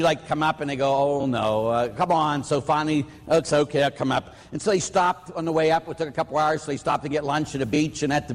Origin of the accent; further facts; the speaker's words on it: Pittsburgh, Pennsylvania, United States; And at Waldemere, because we're from Pittsburgh, we came up there.